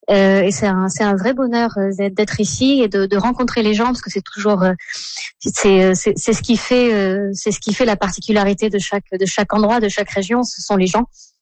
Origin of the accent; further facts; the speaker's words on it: Provence-Alpes-Côte d'Azur, France; now in Düsseldorf, Germany; moi je suis française de la Côte d'Azur, mais j'habite à Düsseldorf